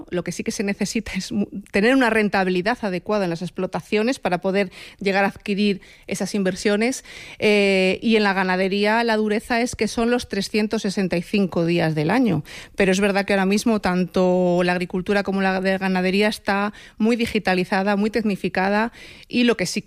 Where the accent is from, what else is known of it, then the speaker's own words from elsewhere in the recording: Medina de Rioseco, Castile and León, Spain; Bueno, pues en mi pueblo, que es la ciudad de los almirantes, es un municipio que actualmente tiene 4.600 y pico habitantes, es cabecera de comarca